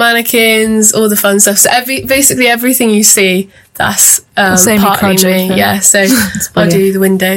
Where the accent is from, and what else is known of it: Plymouth, South West England, United Kingdom; born there